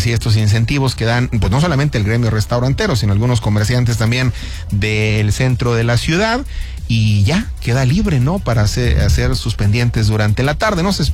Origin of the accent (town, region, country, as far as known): Mexico